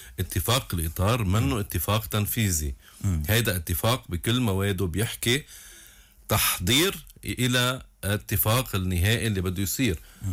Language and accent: Arabic; Lebanon; نحن عم نفاوض كلبنانيين، كدولة لبنانية